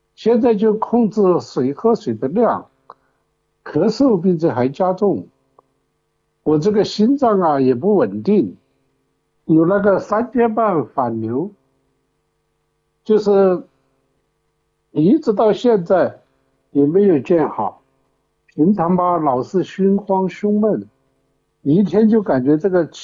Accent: Chongqing, China; 哎，我是重庆的老病号了，今年73了。

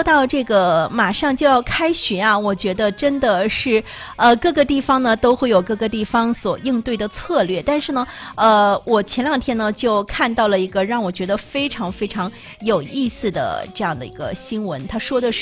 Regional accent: Jinzhou, Liaoning, China; 咱们家乡的锦州

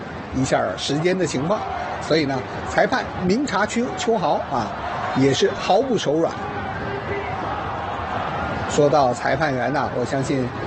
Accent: Northeast China, China; born there

